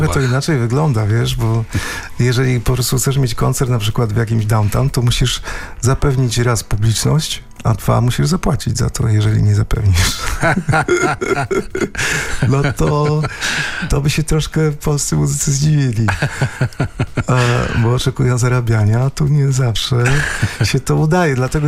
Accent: Kalisz, Greater Poland Voivodeship, Poland; kilkunastoletniego chłopaka, który biegał po rodzinnym Kaliszu

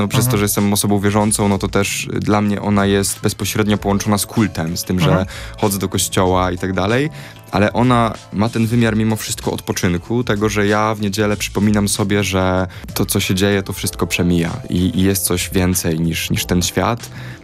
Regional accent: Warsaw, Masovian Voivodeship, Poland; ja jestem warszawiakiem. I moi dziadkowie też są w Warszawie. I jakby ja mam pokolenia bardzo, bardzo daleko właśnie oryginalnie z Warszawy. No i od zawsze tutaj żyję

